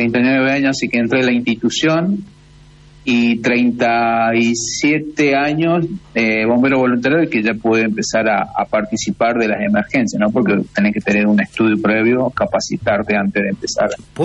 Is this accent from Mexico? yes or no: no; Mendoza, Argentina; born there; now in Coronel Moldes, Argentina; Yo soy nacido en Mendoza y en el año 81 vine a vivir a Coronel Montes.